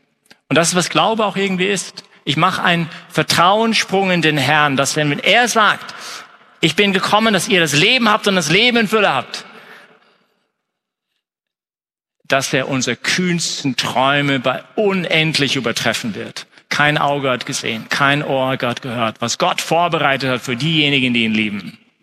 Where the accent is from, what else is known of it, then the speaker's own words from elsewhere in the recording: Canada; moved away; ich als Kanadier